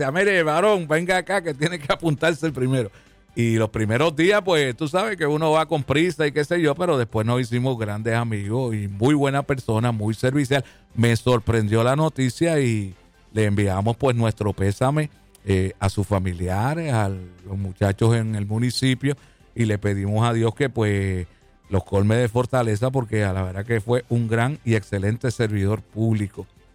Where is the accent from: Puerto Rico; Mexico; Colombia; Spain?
Puerto Rico; Río Grande; yo me crié en Mamelle, Palmer, lo conocemos los que nos criamos allí, pues somos de Mamelle.